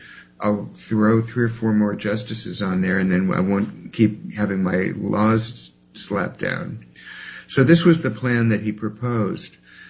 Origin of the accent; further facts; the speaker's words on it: New Orleans, Louisiana, United States; And that sort of stands for everything about how I was raised in New Orleans.